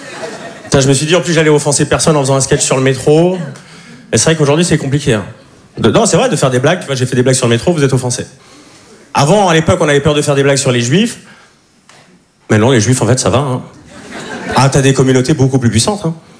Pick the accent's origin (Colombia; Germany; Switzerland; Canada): Switzerland; now in Paris, France